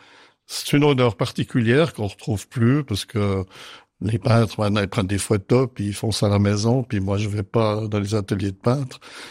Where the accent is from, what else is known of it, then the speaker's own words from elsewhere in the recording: Saint-Saphorin, Vaud, Switzerland; born there; Alors moi, je suis né au Burignon, donc mon père était vigneron pour la commune de Lausanne, au domaine du Burignon.